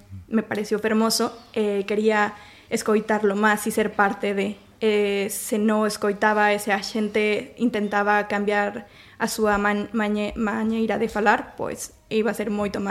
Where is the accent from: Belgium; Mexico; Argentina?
Mexico; Galician is a second language; now in Spain; Eu son mexicana.